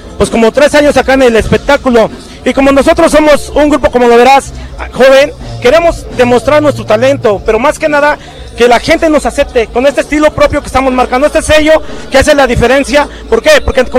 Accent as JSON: {"language": "Spanish", "town": "San Lucas Cuautenulpan", "region": "Tlaxcala", "country": "Mexico", "said": "nosotros somos de Tlaxcala, Tlaxcala, de una comunidad que se llama San Lucas Cuautenulpan."}